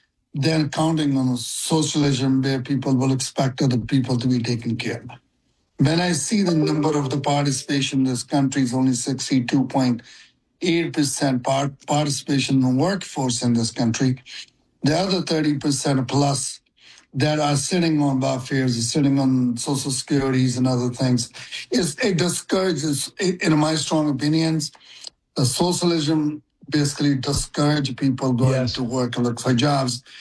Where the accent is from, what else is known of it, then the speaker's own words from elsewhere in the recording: India; English is a second language; now in United States; I'm me coming from India 43 years ago, with no idea what I was going to do here, start my job at $4.15 an hour